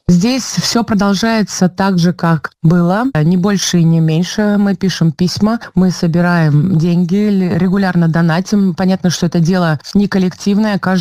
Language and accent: Russian; Belarus; now in London, United Kingdom; мы, белорусы, заложили капсулу времени